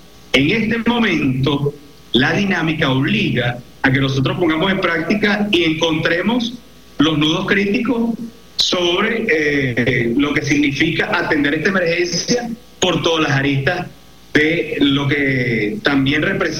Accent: Venezuela; Nosotros como venezolanos hemos enfrentado y superado crisis

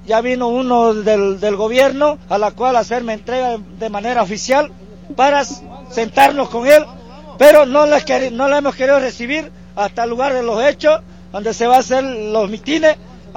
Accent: Bolivia; como pandino, como veniano y todo, y como boliviano

